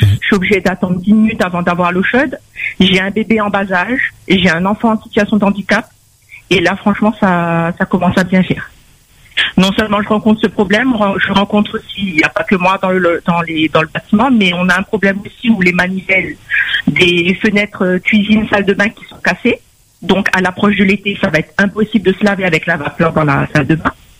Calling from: Saint-Paul, Réunion; Moi je suis de Saint-Paul

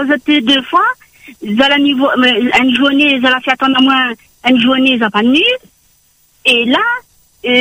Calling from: Le Tampon, Réunion; j'habite au Tampon.

